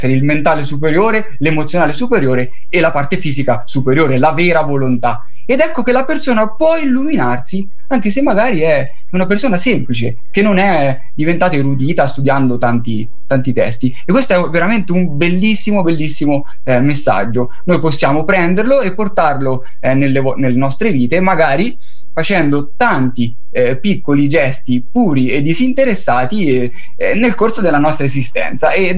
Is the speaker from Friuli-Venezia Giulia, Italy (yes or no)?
no; Costacciaro, Umbria, Italy; il beato Tommaso da Costacciaro, che è il mio paese.